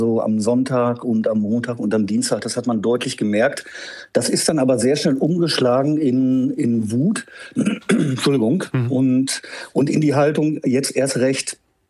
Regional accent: Münster, North Rhine-Westphalia, Germany; So zum Beispiel in meiner Heimatstadt Münster in der nächsten Woche.

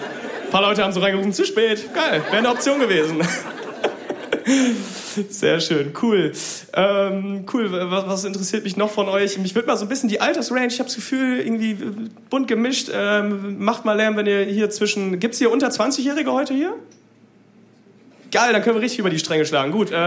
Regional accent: Münster, North Rhine-Westphalia, Germany; now in Bielefeld, Germany; Ich bin in Münster aufgewachsen. Das ist jetzt hier so Wahlheimat für mich in Bielefeld.

